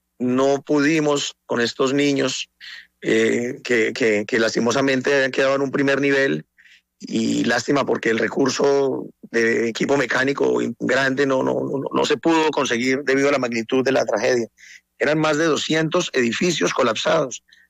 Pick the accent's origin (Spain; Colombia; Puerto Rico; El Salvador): Colombia; los colombianos